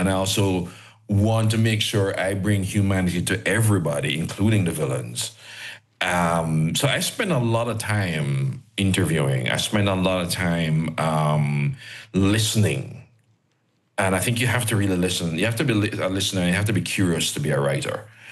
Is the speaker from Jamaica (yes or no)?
yes; Jamaica; well, I'm a Jamaican, I don't need to check anything.